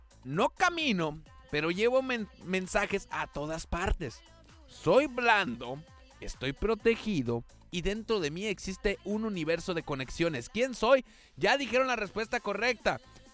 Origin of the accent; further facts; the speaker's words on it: Mexico; por eso somos mexicanos